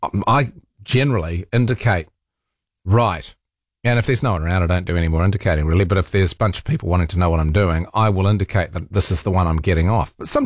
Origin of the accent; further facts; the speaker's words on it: Rotorua, Bay of Plenty, New Zealand; now in Auckland, New Zealand; For an Aucklander, I mean, I grew up in Rotorua where we used to have some bitter frosts.